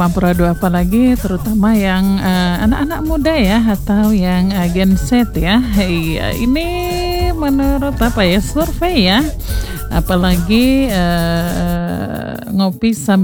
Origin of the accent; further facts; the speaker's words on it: Merauke, South Papua, Indonesia; kita orang Merauke bilang kok duduk mono-mono di situ